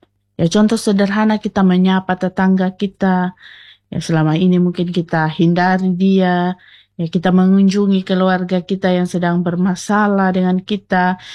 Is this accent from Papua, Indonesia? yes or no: no; Sumba, East Nusa Tenggara, Indonesia; kita orang Sumba dikenal dengan ramah dan terbuka.